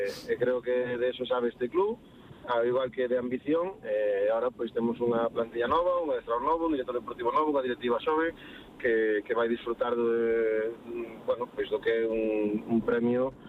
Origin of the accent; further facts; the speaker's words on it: Vilalba, Galicia, Spain; Son de Vilalba.